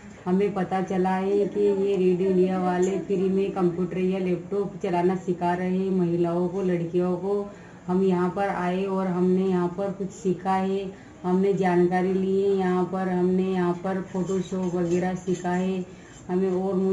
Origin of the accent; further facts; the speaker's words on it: Parania, Rajasthan, India; मैं गांव परानिया की रहने वाली हूँ और मैं कक्षा 12वीं तक पढ़ी हुई हूँ।